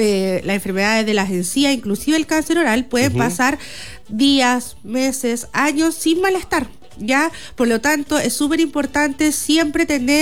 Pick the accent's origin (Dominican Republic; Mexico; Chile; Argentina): Chile